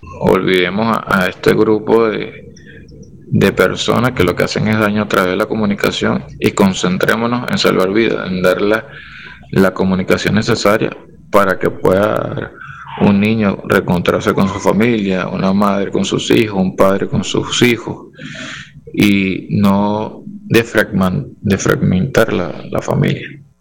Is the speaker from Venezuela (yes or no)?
yes; Venezuela